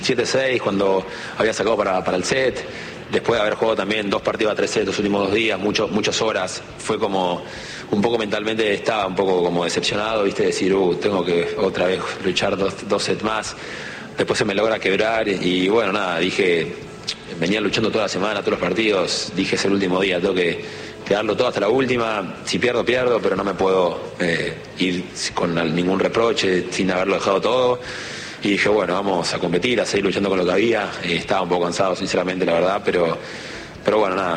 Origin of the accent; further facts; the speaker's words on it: Argentina; Creo que me apoyaron un montón siendo argentino, jugando acá.